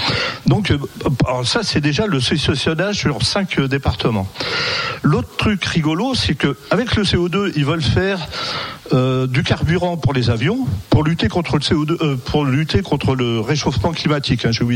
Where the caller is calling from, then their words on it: Saint-Nazaire, Pays de la Loire, France; moi je suis de Saint-Nazaire en Loire-Atlantique